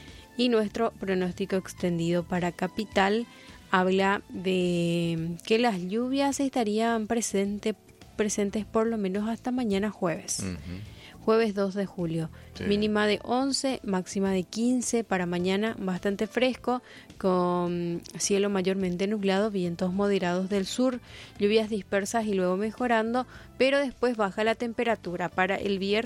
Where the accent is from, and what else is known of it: Paraguay